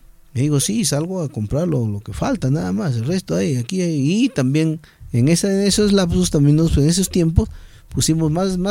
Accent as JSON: {"language": "Spanish", "country": "Peru", "said": "Yo vengo del país más cochino de América Latina, vengo de Perú."}